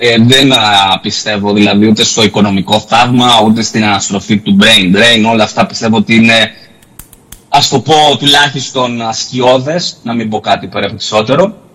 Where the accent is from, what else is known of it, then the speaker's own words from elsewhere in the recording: Larissa, Thessaly, Greece; Εν συντομία ξανά, εγώ εντάξει, μεγάλωσα, γεννήθηκα στη Λάρισα